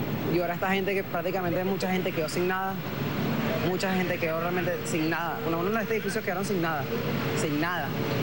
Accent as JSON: {"language": "Spanish", "country": "Venezuela", "said": "como todos somos venezolanos, la idea es ayudarnos entre todos"}